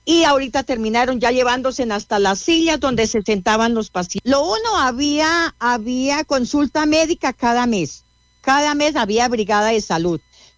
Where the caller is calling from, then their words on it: Paipa, Boyacá, Colombia; estamos a 3 horas, a más de 3 horas del hospital de Paipa. Somos la vereda de Paipa más retirada.